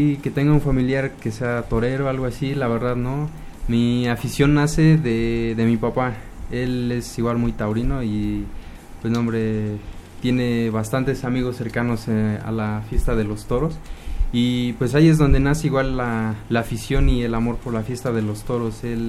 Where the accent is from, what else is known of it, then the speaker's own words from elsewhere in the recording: Tetla, Tlaxcala, Mexico; born there; en mi tierra, en Tetla